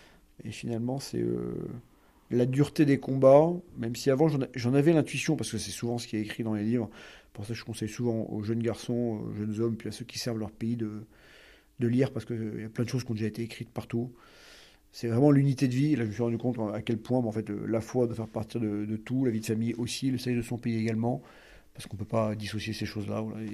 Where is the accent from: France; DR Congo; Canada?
France; Et puis, en tant que Français, c'est aussi un Saint-Patron de la France.